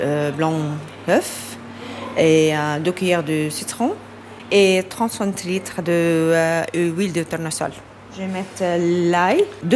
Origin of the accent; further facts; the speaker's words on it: Lebanon; Oui, au Liban, on a beaucoup mezzés, à peu près 100 mezzés.